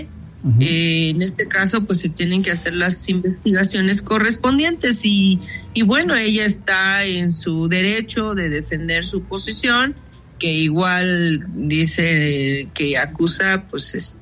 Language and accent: Spanish; Mexico; incluso como mexicanos